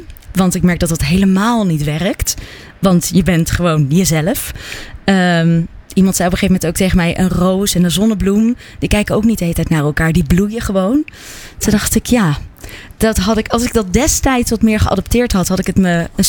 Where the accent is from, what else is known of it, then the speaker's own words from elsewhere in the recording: Zoetermeer, South Holland, Netherlands; Zoetermeer.